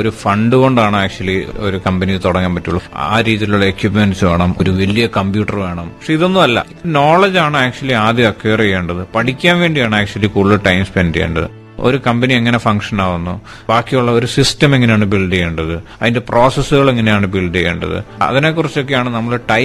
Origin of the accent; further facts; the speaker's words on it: Iritty, Kerala, India; moved away as an adult; also born or lived in Sreekandapuram / Payyavoor / Bangalore; നാട് ഇരിട്ടിയാണ്. പക്ഷെ ഞാൻ പഠിച്ചത് ഹൈസ്കൂൾ ശ്രീകണ്ഠാപുരത്താണ് പഠിച്ചത്. അതിനുശേഷം പ്ലസ് ടു സെക്രട്ടറിയേറ്റ് പയ്യാവൂരാണ് ആക്ച്വലി ഞാൻ പിന്നെ പഠിച്ചത്. അപ്പൊ അത് കഴിഞ്ഞിട്ട് ആണ് ഞാൻ ബാംഗ്ലൂരിലേക്ക് പോയത്.